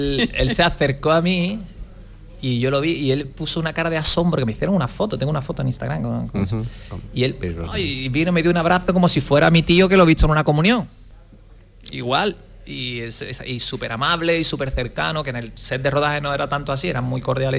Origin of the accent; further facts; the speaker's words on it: Cádiz, Andalusia, Spain; Y le dije que soy de Cádiz.